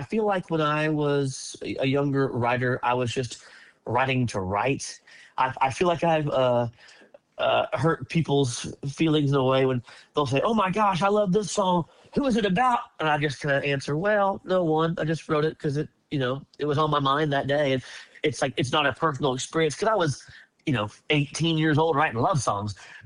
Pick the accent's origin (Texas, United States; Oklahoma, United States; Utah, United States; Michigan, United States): Texas, United States; Leander; I grew up in Leander, just, you know, east of you guys, so not far from y'all. And went to Leander High School, just like my parents did.